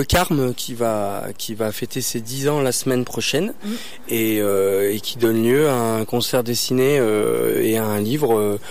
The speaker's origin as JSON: {"language": "French", "country": "Réunion", "tie": "born or raised there", "said": "J'ai grandi à La Réunion."}